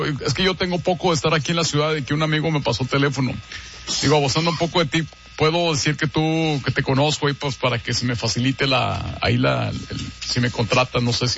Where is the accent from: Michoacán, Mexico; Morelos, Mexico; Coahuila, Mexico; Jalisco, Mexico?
Coahuila, Mexico; Torreón; yo no soy de aquí, yo vengo de fuera, soy de Torreón, nomás que pues voy llegando aquí a la ciudad y pues yo allá era animador en Torreón